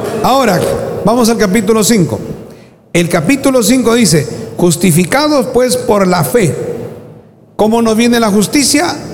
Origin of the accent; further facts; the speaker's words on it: Peru; Si nosotros estuviéramos viviendo en ese tiempo, nosotros como peruanos, los judíos nos dirían: estos son unos incircuncisos, paganos, gentiles.